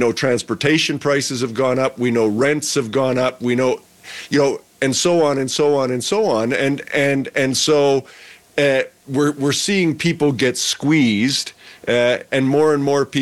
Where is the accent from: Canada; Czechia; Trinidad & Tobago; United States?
Canada; we are very much creatures of habit as Canadian shoppers.